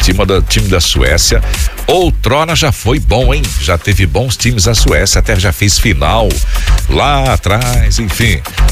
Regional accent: Brazil; Contente é no meu reduto, eu cresci na Contente. Eita, bairro que eu gosto. É. Infância, adolescência, tudo ali na Contente, no bairro Contente, que eu adoro.

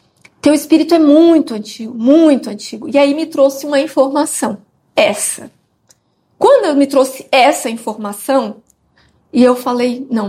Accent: Campo Grande, Mato Grosso do Sul, Brazil; now in Lisbon, Portugal; eu sou espírita e médium há mais de 40 anos, eu sou lá de Campo Grande do Mato Grosso do Sul, e minha filha veio me realizar esse desejo

